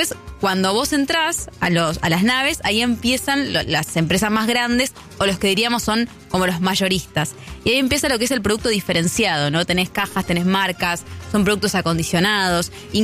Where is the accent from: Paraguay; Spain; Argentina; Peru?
Argentina; yo soy de Argentina, yo también produzco un montón de frutas y verduras